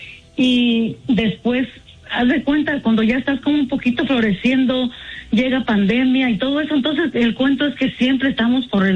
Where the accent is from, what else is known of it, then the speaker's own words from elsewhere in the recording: Oaxaca, Mexico; Yo soy de la Mixteca de Oaxaca, entonces las tortillas son hechas a mano